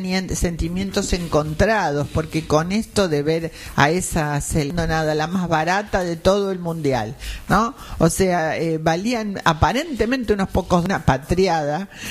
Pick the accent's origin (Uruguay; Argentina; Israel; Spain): Argentina; lo que nos pasa como argentinos.